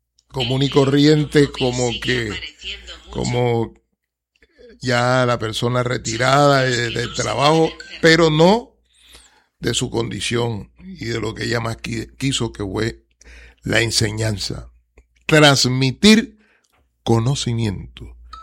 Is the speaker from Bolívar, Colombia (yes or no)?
yes; Cartagena, Bolívar, Colombia; Nosotros, muchos somos nacidos aquí en Cartagena